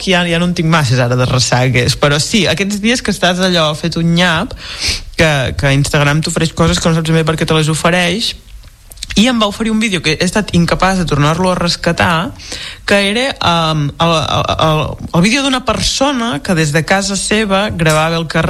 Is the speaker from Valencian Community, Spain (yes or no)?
no; Blancafort, Catalonia, Spain; quan ve mercat a Blancafort, al meu poble, jo el faig servir.